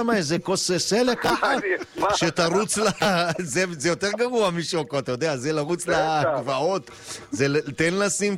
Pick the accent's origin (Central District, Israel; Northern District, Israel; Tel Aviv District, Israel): Tel Aviv District, Israel; Or Yehuda; נולדתי באור יהודה, כן.